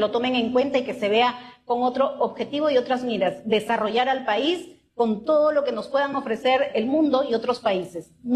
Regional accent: Peru; somos muchos peruanos que estamos a la expectativa del bienestar del país

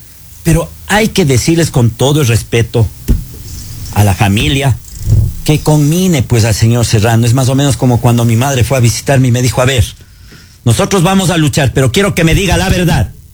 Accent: Ecuador

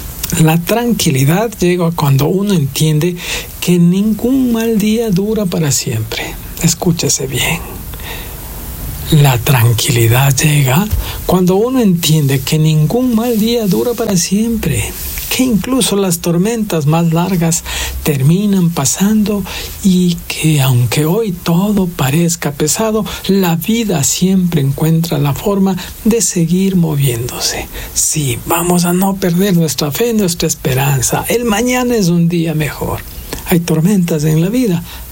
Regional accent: Ecuador

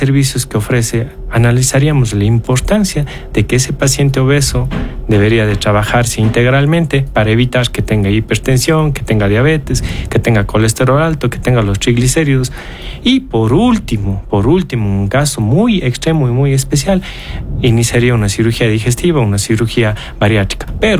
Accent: Azogues, Cañar, Ecuador; Yo soy de Azogues y hoy estoy en la querida ciudad de hermana de Cuenca

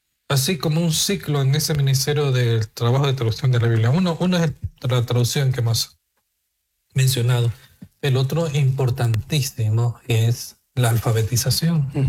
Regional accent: El Salvador; moved away; yo fui pastor por muchos años, ¿verdad? En El Salvador, en mi país, en la Iglesia Bautista Miramonte

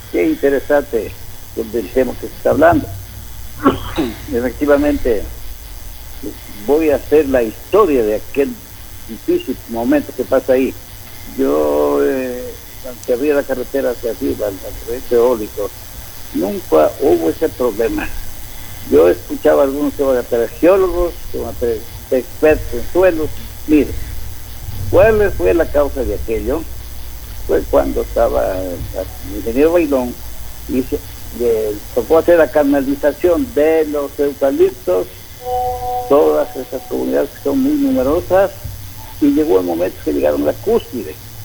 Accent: Guadalajara, Jalisco, Mexico; Yo soy oriundo de Guadalajara.

